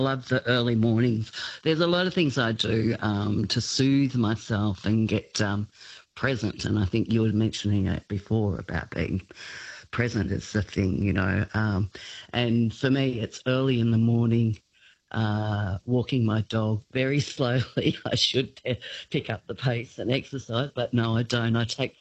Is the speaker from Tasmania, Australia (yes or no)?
no; Melbourne, Victoria, Australia; I'm from Melbourne, but the mist is just amazing, and the cows and the smells.